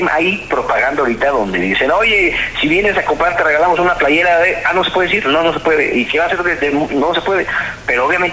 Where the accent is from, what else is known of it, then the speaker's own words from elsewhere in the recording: Mexico; como mexicanos, y hablo a nivel nacional